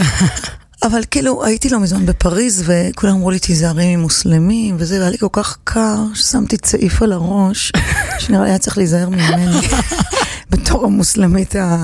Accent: Herzliya, Tel Aviv District, Israel; born or raised there

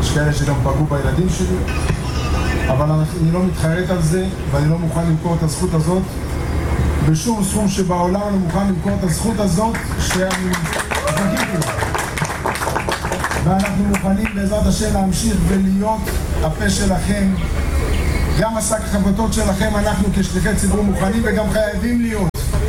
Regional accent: Acre, Northern District, Israel; גדלתי באקו

